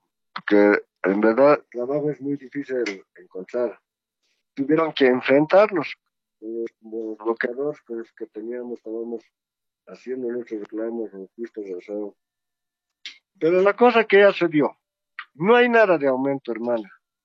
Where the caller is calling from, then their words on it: La Paz, Bolivia; yo estoy llamando desde la ciudad de La Paz